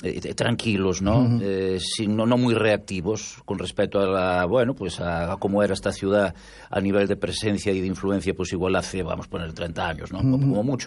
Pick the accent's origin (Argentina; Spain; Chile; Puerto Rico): Spain; A Coruña, Galicia; somos una ciudad maravillosa